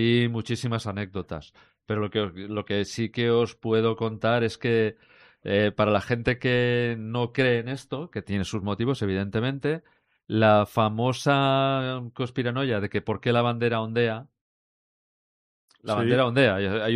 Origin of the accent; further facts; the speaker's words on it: Catalonia, Spain; Soy catalán y si es gratis, más por buenos eso, todavía.